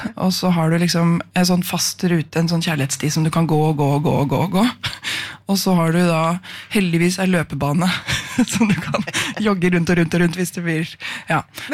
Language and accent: Norwegian; Innlandet, Norway; Det gjør ikke vi på innlandet.